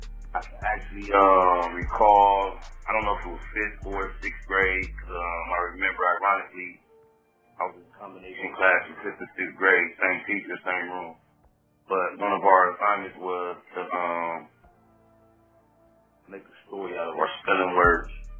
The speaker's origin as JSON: {"language": "English", "town": "Compton", "region": "California", "country": "United States", "tie": "born or raised there", "said": "I'm from Compton slash Los Angeles, South Central California."}